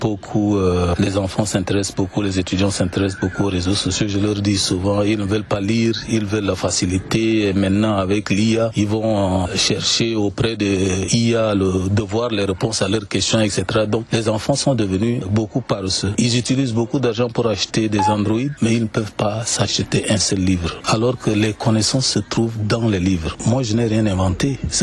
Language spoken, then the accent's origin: French; Doba, Logone Oriental, Chad; born there; moved away as an adult; also born or lived in Laï / Sarh / N'Djamena; J'ai commencé mes études primaires à l'école privée évangélique à Douba, puisque je suis né de parents chrétiens.